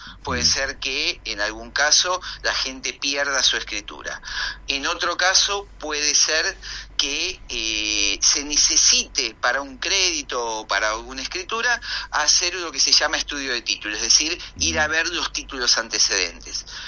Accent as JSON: {"language": "Spanish", "town": "Mar del Plata", "region": "Buenos Aires Province", "country": "Argentina", "said": "Yo soy de Mar del Plata"}